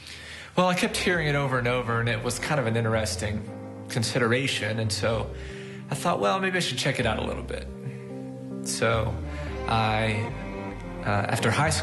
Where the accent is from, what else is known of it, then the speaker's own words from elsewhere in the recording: Owensboro, Kentucky, United States; I'm originally from Owensboro, and I'm presently a priest at St. Joseph and Paul in Owensboro, Kentucky.